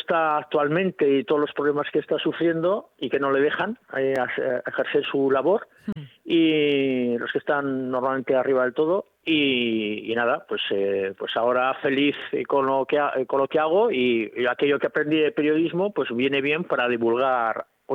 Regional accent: Bilbao, Basque Country, Spain; que lo cogí porque yo soy muy muy de Bilbao, y entonces de ahí me fui a trabajar a un pesquero 4 años

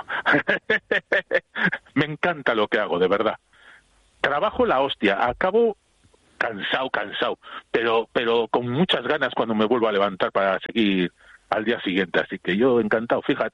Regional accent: Bilbao, Basque Country, Spain; Yo soy de Bilbao, y orgulloso de ser de Vizcaya.

